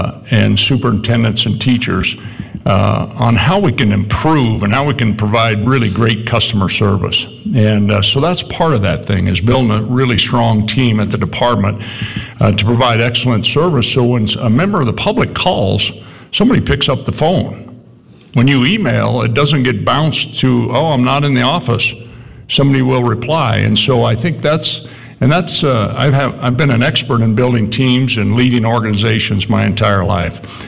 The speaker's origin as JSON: {"language": "English", "town": "Midwest", "region": "Wyoming", "country": "United States", "tie": "born or raised there", "also_born_or_lived": "Casper", "said": "Born and raised in Wyoming, born in Casper, raised in a little town in Midwest in the oil patch."}